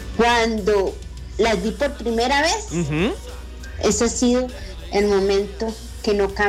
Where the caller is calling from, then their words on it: Cartago, Costa Rica; vivo en Cartago.